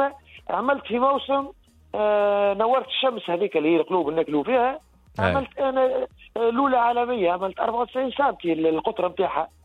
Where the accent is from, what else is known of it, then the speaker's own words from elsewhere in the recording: Tunisia; احنا عندنا في تونس